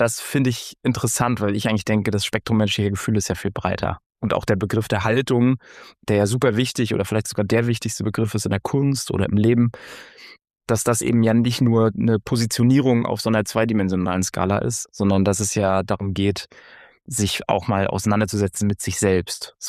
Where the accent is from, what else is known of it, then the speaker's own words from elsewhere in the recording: East Germany, Germany; Und ich glaube aber nicht, dass ich mir als Ostdeutscher darüber leichter klar werden kann als jemand aus Westdeutschland.